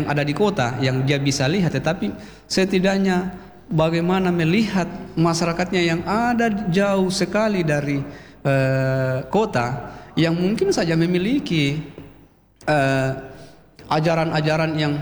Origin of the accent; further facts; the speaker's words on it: Mamasa, West Sulawesi, Indonesia; identitas kita sebagai orang Mamasa, orang Sulawesi Barat, dan bahkan orang Indonesia.